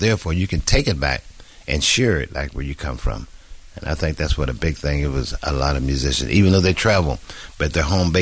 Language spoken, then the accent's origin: English; Pittsburgh, Pennsylvania, United States; And I'm from Pittsburgh, born out of 10 kids. I'm the youngest one, okay?